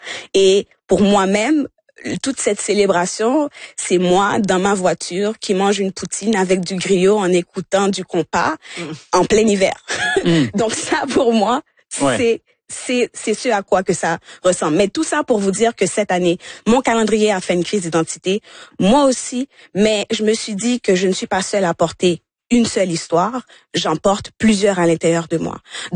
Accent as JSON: {"language": "French", "country": "Haiti", "lives_now": "Canada", "said": "je suis haïtienne dans mes entrailles, puis il y a le Québec, mais je me dis, mais je fais partie du Québec"}